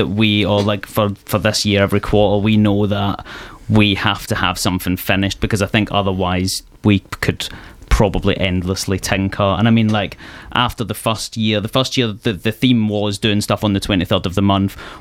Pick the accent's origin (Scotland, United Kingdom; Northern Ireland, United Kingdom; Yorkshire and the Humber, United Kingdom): Scotland, United Kingdom; Glasgow; now in Kent, United Kingdom; I'm like, no, I've lived here 11 years. This is as soft as it's getting. Yeah, I'm from Glasgow originally, but I'm a full Kent adoptee.